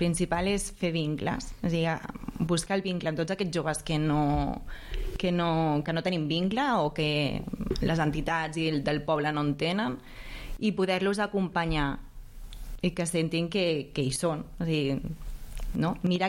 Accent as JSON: {"language": "Catalan", "region": "Catalonia", "country": "Spain", "said": "jo he treballat en centres oberts, en espais joves, més o menys també, però clar, jo vinc del Baix Llobregat, i és bastant diferent que aquí."}